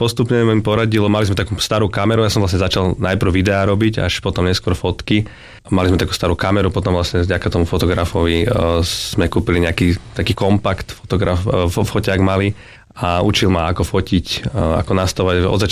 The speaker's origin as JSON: {"language": "Slovak", "town": "Bratislava", "region": "Bratislava Region", "country": "Slovakia", "tie": "born or raised there", "lives_now": "Svätý Jur, Slovakia", "said": "strávil som v nej celý život, vlastne celé detstvo, keďže som mal kamarátov z celej Bratislavy"}